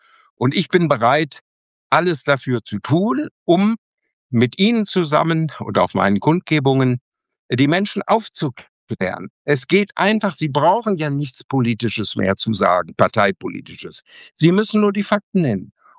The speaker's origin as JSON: {"language": "German", "town": "Bünde", "region": "North Rhine-Westphalia", "country": "Germany", "tie": "born or raised there", "said": "bin ich in Bünde in Westfalen, in meiner Heimat, Ostwestfalen in der Stadthalle"}